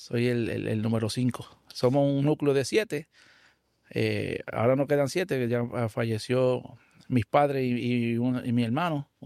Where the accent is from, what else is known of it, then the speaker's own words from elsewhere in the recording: Canóvanas, Puerto Rico; also born or lived in San Isidro, Canóvanas / Palmasola, Canóvanas; Y allá en Palmasola tuvimos bien poco tiempo, como algún año, año y medio más. Pero la mayor parte de la niñez la viví en donde vivo actualmente, que es Los Cafés